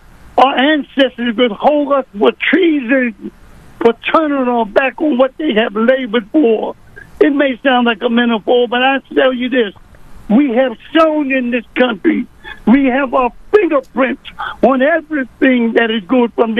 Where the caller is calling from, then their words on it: United States; Yes, I am American, and I will never, never say that I'm not.